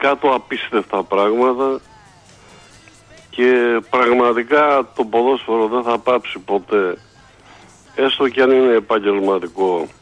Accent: Greece

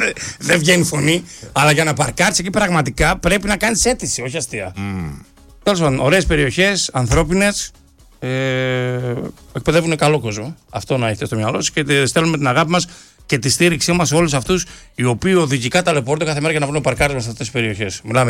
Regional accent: Thessaloniki, Central Macedonia, Greece; Εμείς που μεγαλώσαμε στη Δελφόν

